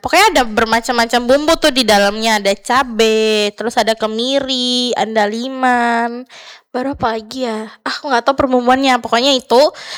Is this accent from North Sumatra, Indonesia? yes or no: yes; Medan, North Sumatra, Indonesia; Yes, asli Medan.